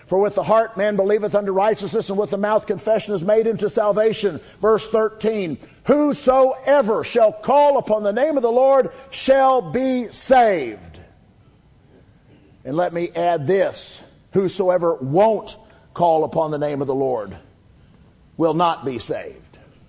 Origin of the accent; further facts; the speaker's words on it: United States; we enjoy as American citizens.